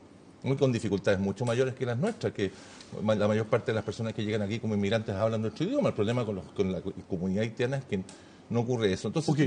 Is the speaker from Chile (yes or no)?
yes; Chile